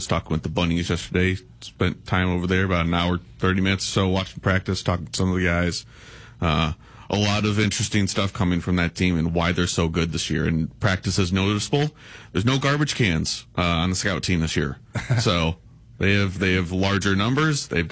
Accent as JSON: {"language": "English", "town": "Newark", "region": "Illinois", "country": "United States", "tie": "born or raised there", "said": "I grew up in Newark, Illinois, right next to Yorkville."}